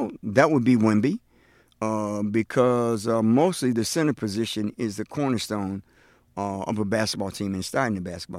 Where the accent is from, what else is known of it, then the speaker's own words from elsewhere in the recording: New York, United States; being a New Yorker